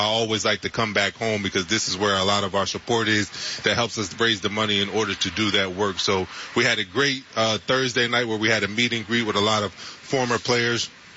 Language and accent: English; Delaware, United States; also born or lived in Camden, New Jersey; now in Texas, United States; I'm actually from Camden. So I was born in Camden. I moved to Delaware, and I was raised there.